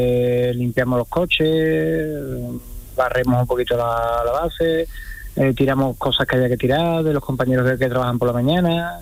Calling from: Andalusia, Spain; Estoy en la zona sureste de Sevilla.

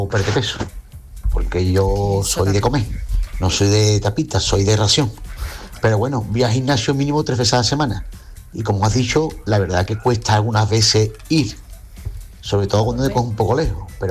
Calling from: Cádiz, Andalusia, Spain; Hola, Yuyu y compañía … de Cádiz.

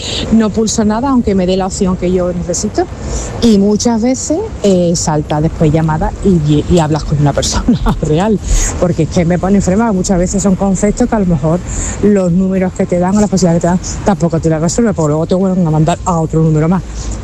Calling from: Seville, Andalusia, Spain; de Sevilla.

